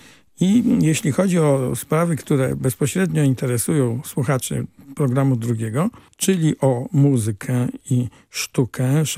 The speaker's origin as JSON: {"language": "Polish", "town": "Milanówek", "region": "Masovian Voivodeship", "country": "Poland", "tie": "born there", "said": "Jako dziecko warszawiaków urodziłem się w Milanówku"}